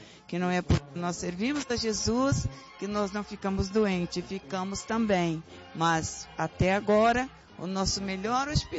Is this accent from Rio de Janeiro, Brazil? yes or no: yes; Rio de Janeiro, Brazil; Eu vim daqui do Rio de Janeiro mesmo, eu venho de Pilares.